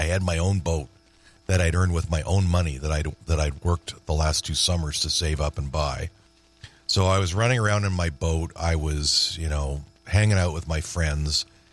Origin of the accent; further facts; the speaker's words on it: Toronto, Ontario, Canada; my friend Bruce McTavish, who collected records with me for many years as we were growing up in Toronto.